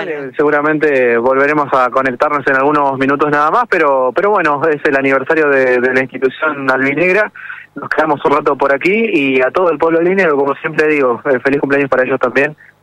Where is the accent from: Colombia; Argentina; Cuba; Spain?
Argentina; Pomona, Río Negro; alguien me agarró el brazo fuerte en la platea y me dice, vos sos de Pomona, yo te conozco